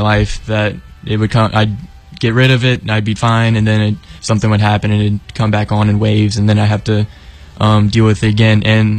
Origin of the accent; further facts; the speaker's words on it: Aiken, South Carolina, United States; As I said earlier, I was born and raised in Aiken, so I've spent my entire life here.